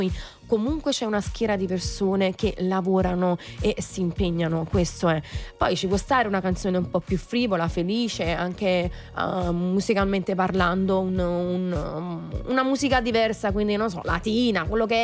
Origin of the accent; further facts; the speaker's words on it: Naples, Campania, Italy; poi, sai, da napoletani stessi non ci si rende conto dell'importanza che c'è e con cui gli altri la vedono.